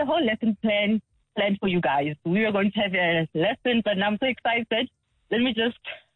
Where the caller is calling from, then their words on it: Benoni, Gauteng, South Africa; I'm calling you from Benoni.